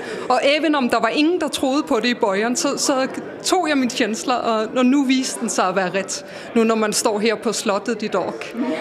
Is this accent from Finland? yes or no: no; Copenhagen, Capital Region of Denmark, Denmark; moved away as an adult; now in Laholm, Sweden; Det började med att jag bodde i mitten av Köpenhamn och jag är uppvuxen i Köpenhamn